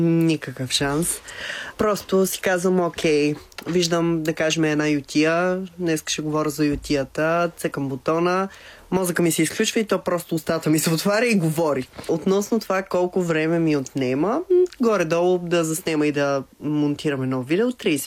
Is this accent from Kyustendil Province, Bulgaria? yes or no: yes; Kyustendil, Kyustendil Province, Bulgaria; accent: Shopski dialect; Аз съм от Кюстендил. Там си говорим на шопски.